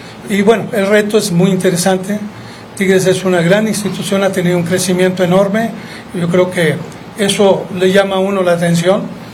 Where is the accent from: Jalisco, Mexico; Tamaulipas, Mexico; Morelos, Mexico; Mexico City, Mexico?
Tamaulipas, Mexico; Tampico; now in Monterrey, Mexico; Prácticamente yo ya soy más regiomontano, soy tampiquense, pero hoy ya me considero regio, literalmente, ¿no?, por los años que llevo viviendo ya en la localidad.